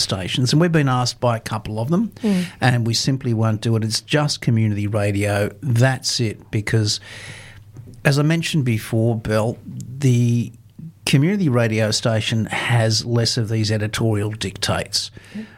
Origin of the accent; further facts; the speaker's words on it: New South Wales, Australia; Whereabouts in New South Wales? So am I.